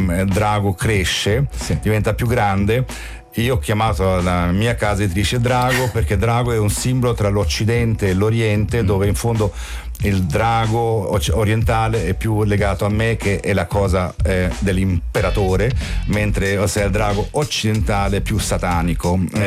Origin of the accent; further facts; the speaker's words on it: Madrid, Community of Madrid, Spain; first language Spanish; Italian is a second language; now in Italy; sono nato a Madrid, Spagna